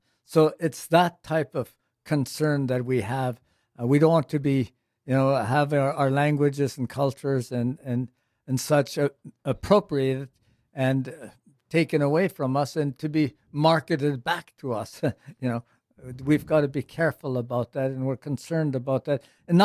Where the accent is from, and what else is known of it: Canada